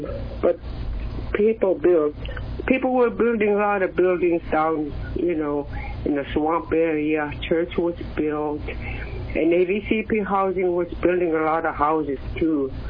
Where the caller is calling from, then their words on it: Kwigillingok, Alaska, United States; I'm from Quiguilangoc, Alaska